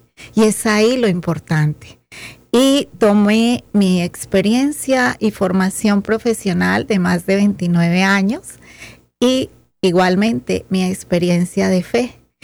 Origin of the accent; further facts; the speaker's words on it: Medellín, Antioquia, Colombia; Estoy vengo desde Medellín, Colombia